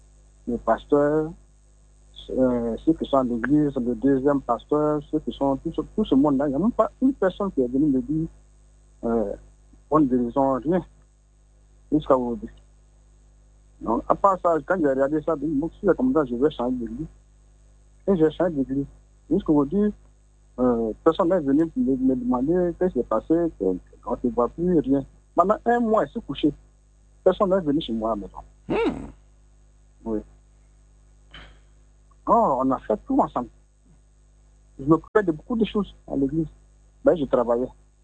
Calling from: Abidjan, Côte d’Ivoire; J'appelle de Port-Boué, Gonzac.

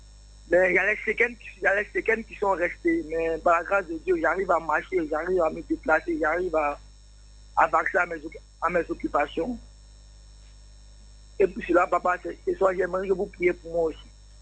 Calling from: Bobo-Dioulasso, Hauts-Bassins, Burkina Faso; J'appelle la Bobo.

